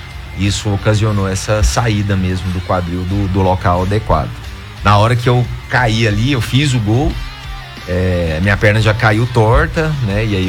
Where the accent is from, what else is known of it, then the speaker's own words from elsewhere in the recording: Brazil; nós brasileiros temos essa característica de acolhimento, de empatia